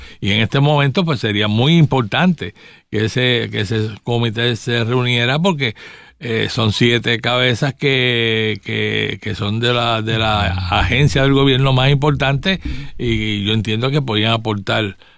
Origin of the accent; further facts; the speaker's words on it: Puerto Rico; somos puertorriqueños